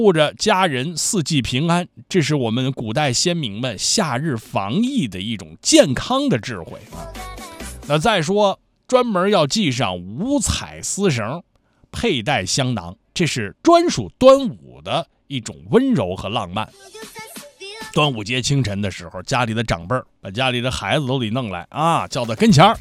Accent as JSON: {"language": "Chinese", "country": "China", "said": "我们中国人对于夏日安康美好的种种期许"}